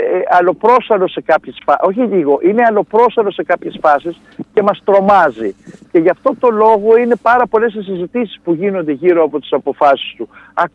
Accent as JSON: {"language": "Greek", "country": "Greece", "said": "σαν Έλληνες που είμαστε"}